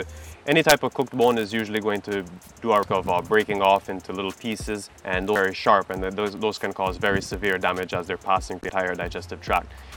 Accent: Jamaica; As Jamaican pet owners, we kind of have fallen into some bad habits that are kind of culturally accepted.

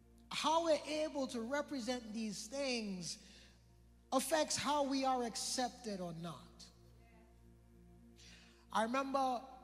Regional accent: British Virgin Islands; moved away; I'm proud from the BVI.

